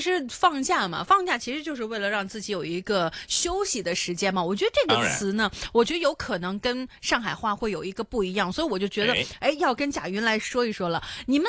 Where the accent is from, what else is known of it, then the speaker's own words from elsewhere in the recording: Hong Kong; 我们广东话叫 tax 小边